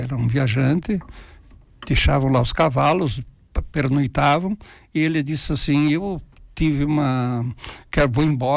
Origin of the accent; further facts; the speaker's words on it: Carlos Barbosa, Rio Grande do Sul, Brazil; lá no meu bairro, lá que era Ponte Seca, né?